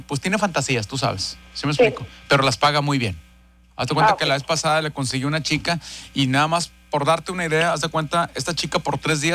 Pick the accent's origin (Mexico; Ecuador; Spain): Mexico; Puebla; now in Monterrey, Mexico; yo no soy de aquí, yo soy de Puebla